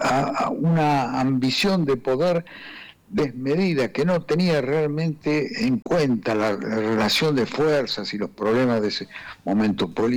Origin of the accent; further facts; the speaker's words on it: La Pampa, Argentina; con la provincia de La Pampa, de donde soy oriundo yo.